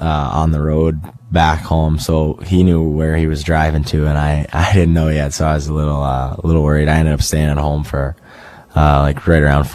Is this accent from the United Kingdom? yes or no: no; Merritt, British Columbia, Canada; my hometown, because we usually stop in Merritt